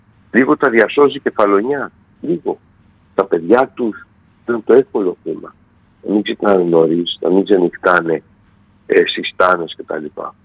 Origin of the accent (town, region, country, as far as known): Corfu, Ionian Islands, Greece